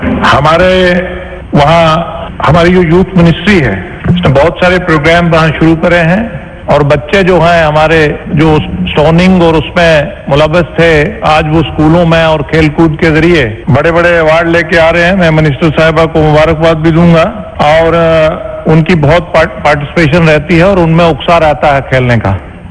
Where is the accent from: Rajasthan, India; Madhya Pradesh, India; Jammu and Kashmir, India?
Jammu and Kashmir, India; मैं जम्मू कश्मीर से आता हूँ और हमारा जो पड़ोसी मुल्क है